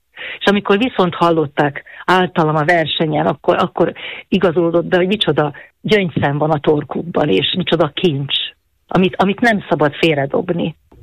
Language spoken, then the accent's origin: Hungarian; Northern Hungary, Hungary; accent: Palóc; mert azért palócosan beszélni, az valahogy együtt járt az én észjárásommal is.